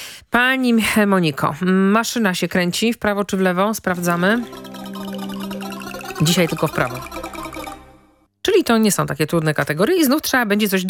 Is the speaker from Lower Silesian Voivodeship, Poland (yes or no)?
yes; Wrocław, Lower Silesian Voivodeship, Poland; bo ja wrocławianka, rodowita, moje kochane miasto. I love Wrocław.